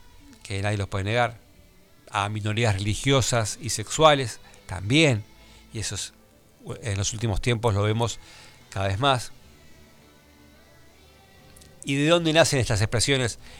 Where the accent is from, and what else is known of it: Argentina